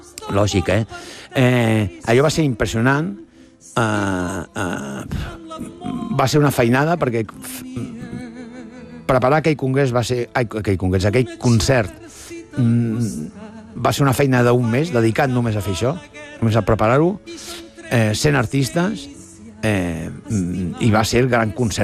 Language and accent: Catalan; Barcelona, Catalonia, Spain; born there; jo que sóc nascut a Hostafrans, que si tindrà l'avinguda Maria Cristina allà al costat